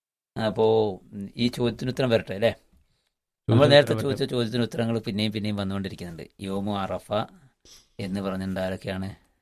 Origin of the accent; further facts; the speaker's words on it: Kerala, India; born there; അതെ, ഞങ്ങളുടെ നാട്ടാണ്. എൻ്റെ നമ്മുടെ നാടിൻ്റെ അടുത്ത പ്രദേശമാണ്.